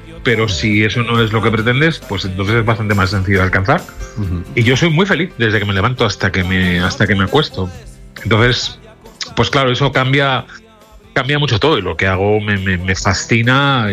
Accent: Alicante, Valencian Community, Spain; moved away as an adult; also born or lived in Madrid; desde que nací, bueno, aunque nací es en Madrid, pero luego me fui muy, muy criado, con 6, 7 años me fui a vivir a Alicante. Y desde esa edad, más o menos, hasta los, un poco antes inclusive, hasta los 18, que ya me voy a ir a Valencia ahí.

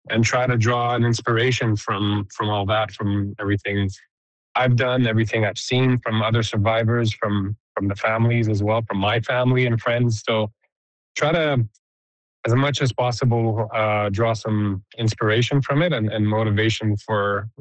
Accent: Canada; as a Canadian society, as a nation

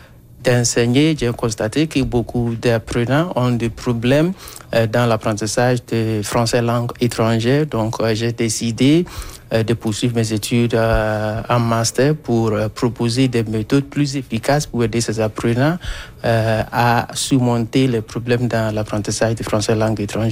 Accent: Ghana; French is a second language; moved away as an adult; now in Victoria, Canada; je viens du Ghana.

